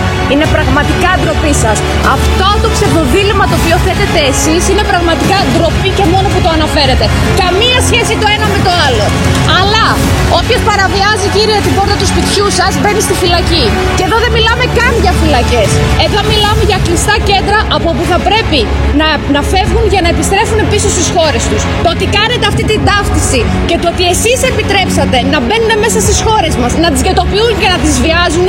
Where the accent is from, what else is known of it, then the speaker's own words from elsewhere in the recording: Greece; η πατρίδα μου, η Ελλάδα